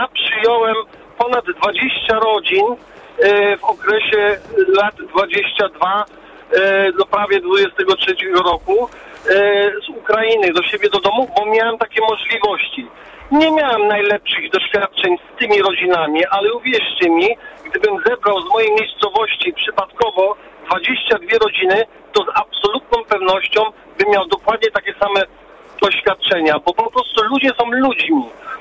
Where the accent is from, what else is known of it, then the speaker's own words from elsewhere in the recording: Germany; now in Skierniewice, Poland; Ja osobiście bez mojej woli wychowałem się w Niemczech. Będąc w Niemczech w czasach szkolnych, zawsze broniłem Polaków